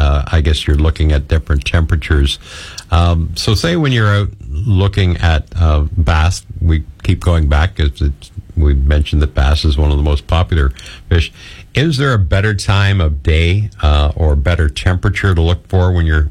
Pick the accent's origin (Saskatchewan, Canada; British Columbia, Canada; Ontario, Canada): Ontario, Canada; Gananoque; in my hometown when I grew up in Gananoque